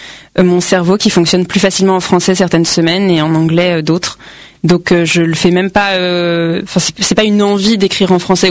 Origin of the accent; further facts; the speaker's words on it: Herblay, Île-de-France, France; now in Paris, France; j'ai passé toute ma vie à Herblay.